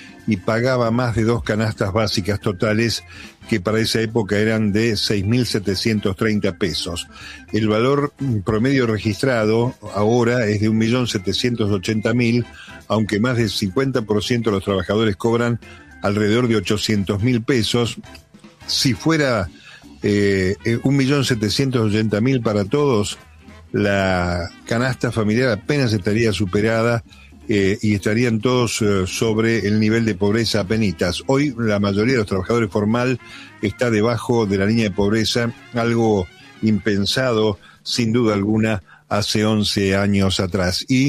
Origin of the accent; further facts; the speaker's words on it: Lago Puelo, Chubut, Argentina; También tengo familia en el norte y yo soy del Lago Puelo e hijos en la Patagonia y la realidad es muy triste.